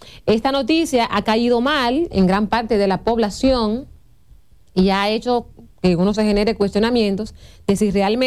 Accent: Dominican Republic

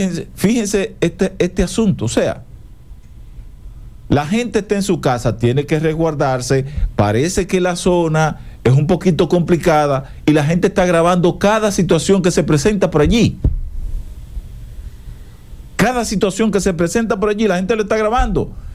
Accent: Dominican Republic; siendo dominicano, usted no puede en su país tener un poquito de quietud.

